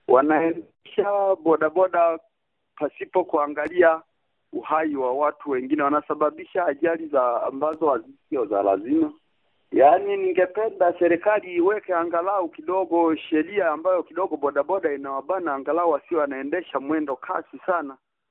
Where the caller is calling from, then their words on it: Maswa, Simiyu, Tanzania; natokea mkoa wa Simiyu Maswa.